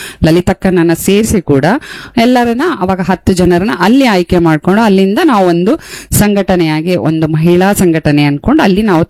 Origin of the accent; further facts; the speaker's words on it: Raichur, Karnataka, India; now in Kota, India; ನಾವು ಮೂಲತಃ ಬೈಂದೂರವರು. ಹಾ, ನಾವು ಹುಟ್ಟಿ ಬೆಳೆದಿದ್ದೆಲ್ಲ ರಾಯಚೂರು, ಮದುವೆ ಆಗಿ ಬಂದಿದ್ ವಾಪಸ್ ಬೈಂದೂರ್ಗೆ, ಆಮೇಲೆ ಮತ್ತೆ ನಾವು ಇಲ್ಲೇ ಇದ್ದಿದ್ದೀಗ ಕೋಟಕ್ ಬಂದದ್ದು.